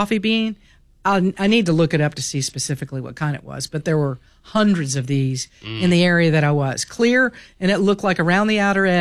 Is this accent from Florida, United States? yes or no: yes; Florida, United States; That was my experience, too, growing up in South Florida.